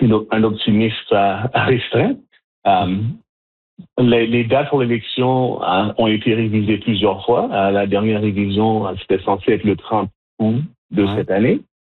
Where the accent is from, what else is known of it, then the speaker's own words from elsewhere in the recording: Montreal, Quebec, Canada; moved away as an adult; now in Toronto, Canada; Moi, je suis Montréalais qui vit à Toronto, ça fait plus de 20 ans.